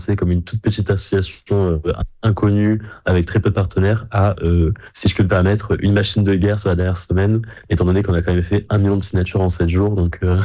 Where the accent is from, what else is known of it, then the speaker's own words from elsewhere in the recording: France; Je suis français